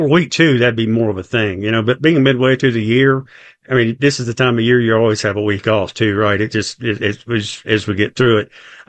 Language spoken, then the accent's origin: English; the South, United States; Yeah, look, I'm from the South, and we have a term, pretty darn.